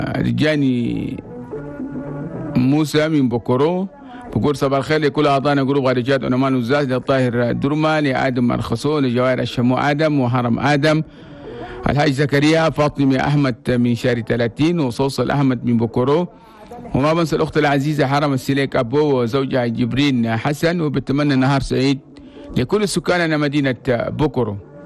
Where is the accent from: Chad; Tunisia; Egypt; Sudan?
Chad; هنا بلدنا تشاد بلد توماي